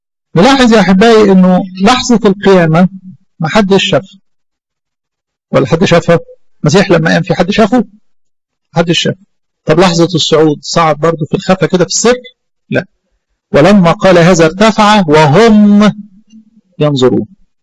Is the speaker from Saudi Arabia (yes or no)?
no; Egypt; الجبال عندنا في مصر